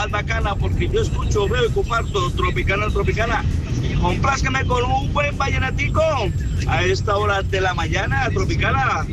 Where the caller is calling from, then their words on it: Tello, Huila, Colombia; mi gente querida, mi pueblo querido, Tello